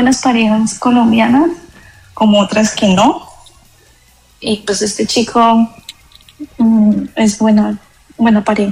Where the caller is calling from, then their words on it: Australia; Yo los llamo desde Australia.